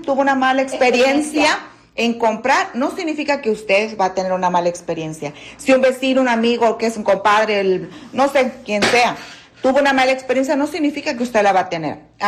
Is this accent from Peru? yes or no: no; Michoacán, Mexico; No, soy de Michoacán.